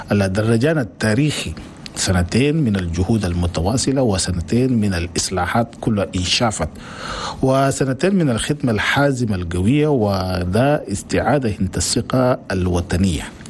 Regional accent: Chad; بلدنا تشاد.

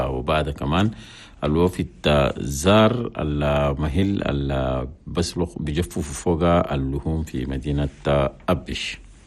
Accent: Chad; بلدنا تشاد

